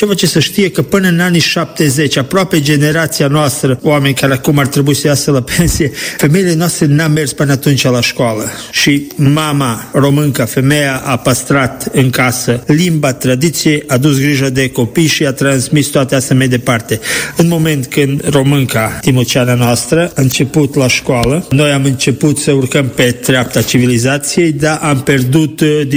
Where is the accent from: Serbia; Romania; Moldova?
Serbia